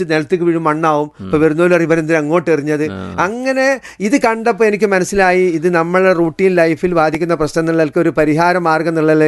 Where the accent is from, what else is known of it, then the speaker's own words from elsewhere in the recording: Thechi, Kozhikode district, Kerala, India; moved away as an adult; now in Saudi Arabia; ഞാൻ ജനിച്ചു വളർന്നപ്പോഴേ ഈ കിനാലൂർ എസ്റ്റേറ്റ് എന്ന് പറഞ്ഞ ഈ തൊഴിലാളികൾ താമസിക്കുന്ന ഇടത്ത് തെച്ചി എന്നൊരു കൊച്ചു ഗ്രാമത്തിൽ, അവിടെ സ്ട്രീറ്റ് ലൈറ്റ് ഇല്ല, സ്കൂളുകളില്ല, ഒന്നുമില്ല, അത് ഒറ്റപ്പെട്ടൊരു സ്ഥലമായിരുന്നു.